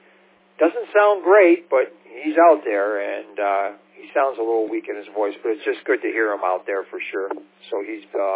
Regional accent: St. Clair Shores, Michigan, United States; Shores being my hometown

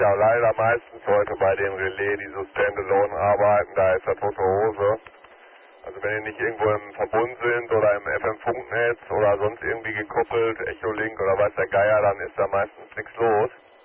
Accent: North Rhine-Westphalia, Germany; ich komme ja wie gesagt aus der Nähe von Witten, wird jetzt wahrscheinlich nicht unbedingt ein Begriff sein. Das ist zwischen Bochum, Hagen und Dortmund.

